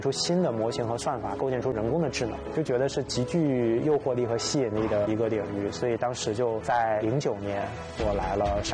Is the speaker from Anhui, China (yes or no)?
no; Hebei, China; moved away as an adult; 我其实是出生于中国一个可能三线城市的一个很普通的家庭，在上大学前一共离开河北省可能都没有几次吧。我们离北京很近，